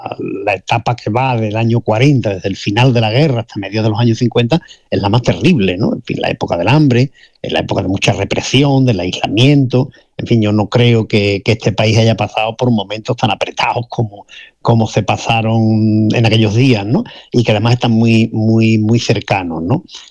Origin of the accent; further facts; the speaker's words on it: Almonte, Andalusia, Spain; Yo soy de Almonte, nací en Almonte, he vivido prácticamente toda mi vida en Almonte, exceptuando los años que he estado fuera estudiando y demás, ¿no? Bueno, y trabajando también muchos años fuera, pero que fundamentalmente he vivido en Almonte